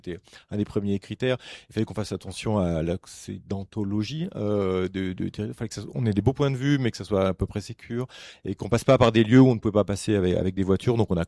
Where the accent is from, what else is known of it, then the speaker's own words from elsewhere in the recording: Auvergne-Rhône-Alpes, France; moi je suis originaire de l'Allier, donc je connais bien ce site